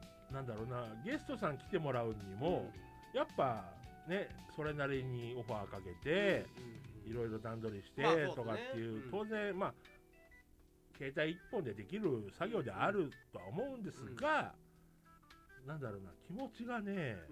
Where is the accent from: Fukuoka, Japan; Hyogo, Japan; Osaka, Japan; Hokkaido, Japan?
Hokkaido, Japan; now in Tokyo, Japan; 僕北海道なんですよ、だから、で、それこそ30、40年前の北海道ですから、当然30度を超えることなんかまずないんですよ。